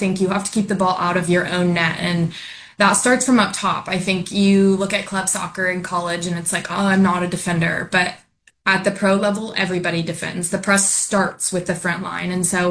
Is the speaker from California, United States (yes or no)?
yes; San Diego, California, United States; moved away as an adult